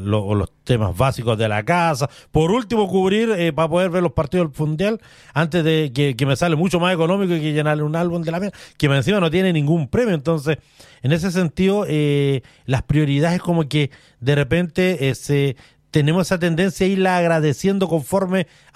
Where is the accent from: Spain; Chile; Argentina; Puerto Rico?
Chile; hablamos los chilenos nosotros